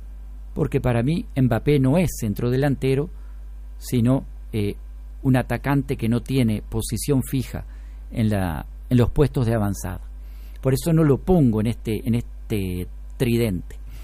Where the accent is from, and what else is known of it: Uruguay